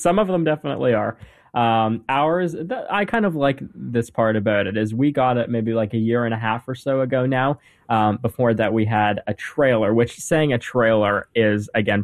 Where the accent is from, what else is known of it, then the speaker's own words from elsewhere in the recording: Canada; And that was interesting, just because I'm from Canada, who doesn't know me.